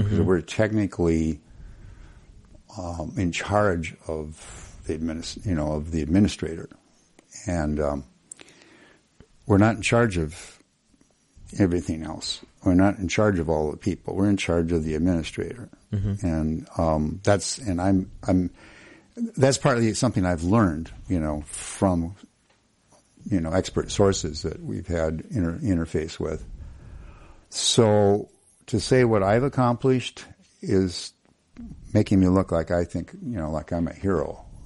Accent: Twin Cities, Minnesota, United States; born there; moved away as an adult; I came from the Twin Cities, was born in the Twin Cities. I worked for 25 years at Hennepin County Medical Center as an operating room nurse.

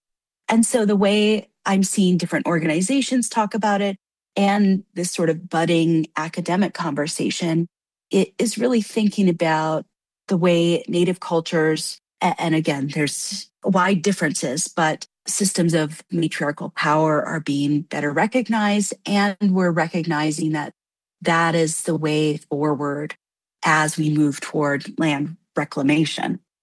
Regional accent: Minneapolis, Minnesota, United States; So I grew up in the Minneapolis area, I'm back in Dakota homelands, which is wonderful.

